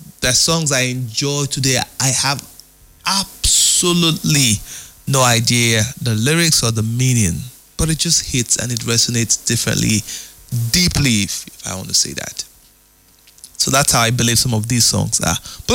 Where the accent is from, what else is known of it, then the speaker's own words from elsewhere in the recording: Port Harcourt, Rivers, Nigeria; I'm from Port Harcourt, I'm from River State, and I'm very, very proud of it.